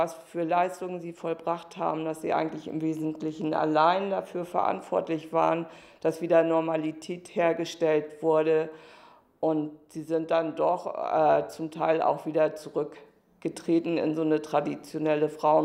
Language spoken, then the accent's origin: German; Lauenburg, Schleswig-Holstein, Germany; meine Familie, meine 3 Geschwister und ich dann als 4. Anfang der 60er sind hier groß geworden in Lauenburg.